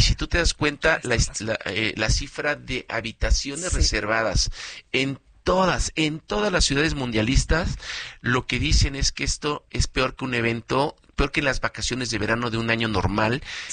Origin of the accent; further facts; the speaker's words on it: Mexico; el orgullo que es muy positivo de ser sede como mexicanos